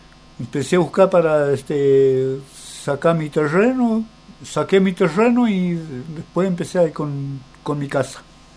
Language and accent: Spanish; Pilcaniyeu, Río Negro, Argentina; moved away as an adult; now in Virgen Misionera, Argentina; Me nací ahí, me crié